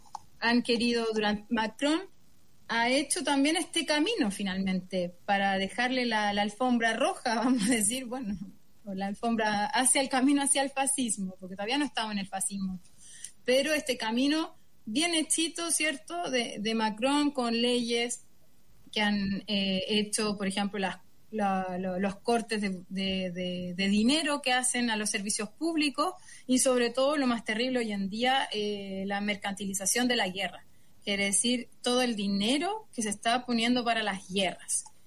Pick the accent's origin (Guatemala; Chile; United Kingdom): Chile; now in France; soy chilena y sigo las noticias chilenas